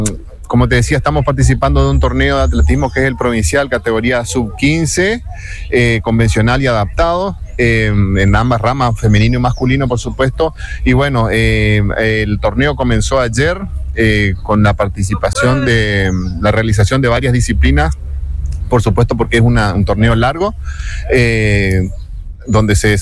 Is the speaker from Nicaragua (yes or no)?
no; San Martín, Argentina; Somos de San Martín